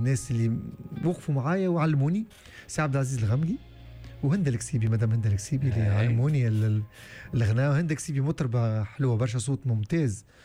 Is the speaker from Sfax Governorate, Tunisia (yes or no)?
yes; Sfax, Sfax Governorate, Tunisia; اصيل ولاية صفاقس